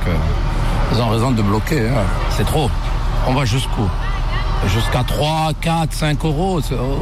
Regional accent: Ajaccio, Corsica, France; born there; Moi, je suis d'origine marocain. Je suis né en Corse, ici, à Ajaccio, ici, juste là. Voilà. Moi, je suis né ici, je connais quasiment tout le monde ici à Ajaccio.

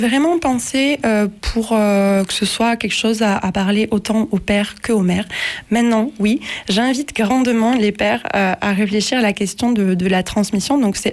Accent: Millau, Occitanie, France; moved away as an adult; also born or lived in Argentina; Après 8 ans avoir vécu à l'étranger, que là j'ai pris un peu de plein fouet aussi parce que je suis revenue dans ma ville où j'ai grandi, donc à Millau

